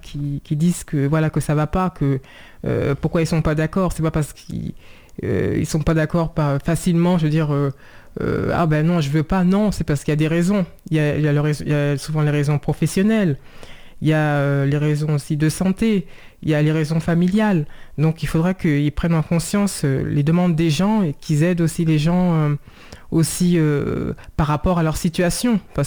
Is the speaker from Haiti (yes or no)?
no; Saint-Cloud, Île-de-France, France; born there; Je suis née en France, à Saint-Cloud, dans les Hauts-de-Seine.